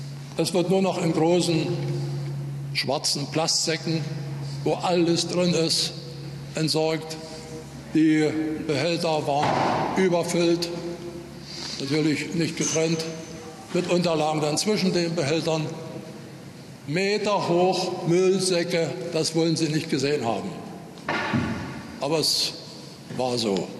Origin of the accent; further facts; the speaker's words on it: Merseburg, Saxony-Anhalt, Germany; Ich komme aus Merseburg Süd.